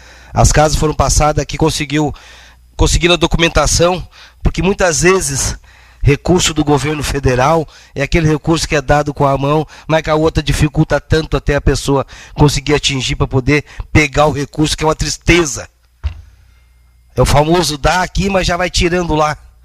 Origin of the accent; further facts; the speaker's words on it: Brazil; Me criei junto com o Bolacha na Vila Vaz. Somos da mesma idade, né?